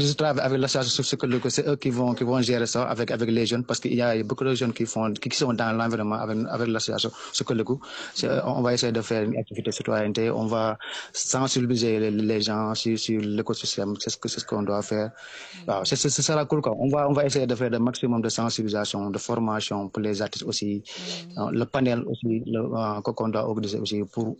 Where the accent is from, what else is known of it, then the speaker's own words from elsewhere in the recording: Thiès, Senegal; moi je suis de Thiès à Djahaou.